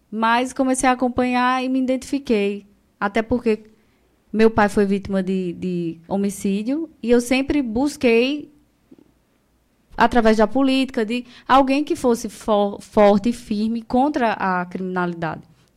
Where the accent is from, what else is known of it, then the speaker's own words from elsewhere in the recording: Campina Grande, Paraíba, Brazil; Porque eu sou de Campina.